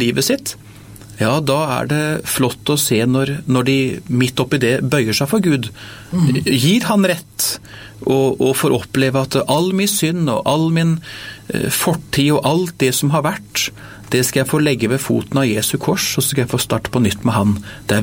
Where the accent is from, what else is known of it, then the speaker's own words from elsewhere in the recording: Bamble, Telemark, Norway; moved away; en liten enkel ungdom fra Bamble kommune i Telemark fylke.